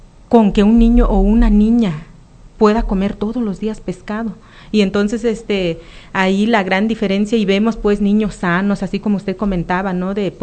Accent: Del Nayar, Nayarit, Mexico; somos del municipio del Nayar, yo en lo personal del municipio del Nayar y mi familia, mis hijos, pues de acá de la presa de Aguamilpa

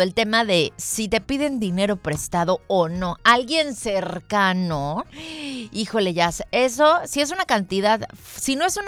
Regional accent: Mexico; que solamente los mexicanos entendemos

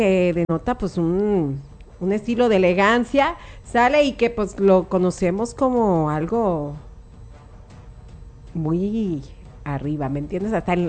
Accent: Tecuala, Nayarit, Mexico; De Tecuala, ¿eh? Pues somos de Tecuala.

